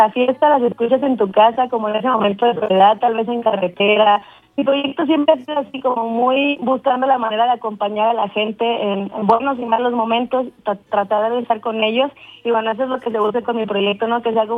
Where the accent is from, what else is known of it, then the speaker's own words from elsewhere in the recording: Chihuahua, Mexico; justo soy de Chihuahua